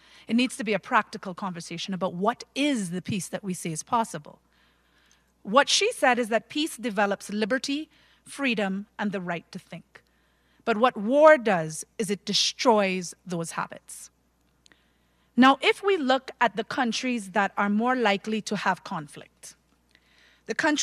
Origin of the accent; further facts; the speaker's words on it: Ottawa, Ontario, Canada; accent: Caribbean; I grew up in Ottawa, Canada, for a while, so I know very, very, my Caribbean accent, yes, but I know very cold.